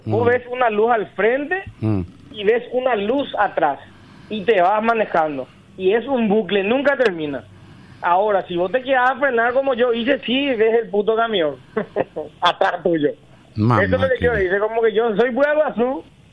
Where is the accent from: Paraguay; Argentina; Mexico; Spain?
Paraguay; yo soy un paraguayo